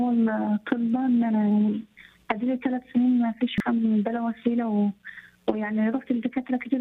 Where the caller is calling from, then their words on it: Asyut, Asyut Governorate, Egypt; من اسيوط.